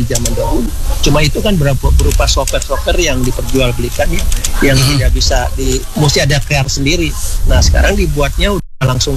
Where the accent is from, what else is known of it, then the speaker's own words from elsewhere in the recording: Manado, North Sulawesi, Indonesia; Iya betul, kita dari Manado.